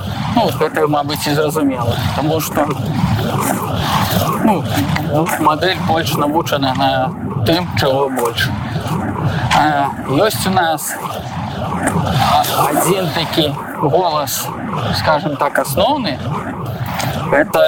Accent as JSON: {"language": "Belarusian", "town": "Kletsk", "region": "Minsk Region", "country": "Belarus", "said": "Ось я з Клецку там паказваецца на мапе. Ось у нас тут такое маўленне."}